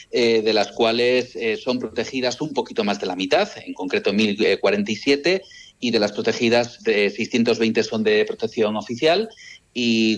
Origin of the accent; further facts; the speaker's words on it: Cizur Mayor, Navarre, Spain; Yo siempre digo que los de Cizur somos muy de Cizur, queremos seguir viviendo en Cizur.